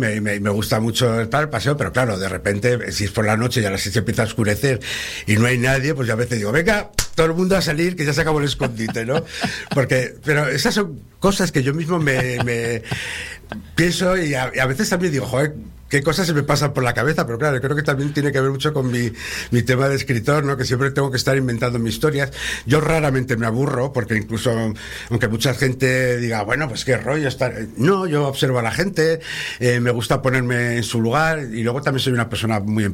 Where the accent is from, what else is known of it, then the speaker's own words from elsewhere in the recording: León, Castile and León, Spain; now in Laredo, Spain; Yo soy de León, es decir, que también lo tengo relativamente cerca